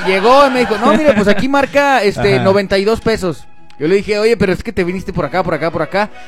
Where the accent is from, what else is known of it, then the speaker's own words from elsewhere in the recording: Durango, Mexico; Pues yo soy de aquí de Durango.